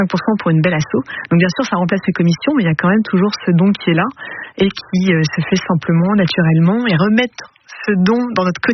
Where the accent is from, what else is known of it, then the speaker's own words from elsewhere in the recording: Hauts-de-France, France; moved away as an adult; also born or lived in Paris; je suis originaire du Nord, mais j'étais faire ma dernière année et mes premiers postes à Paris. Je suis revenue